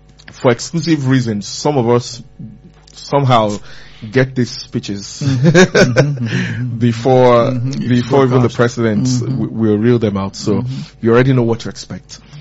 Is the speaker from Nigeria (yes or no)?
yes; Nigeria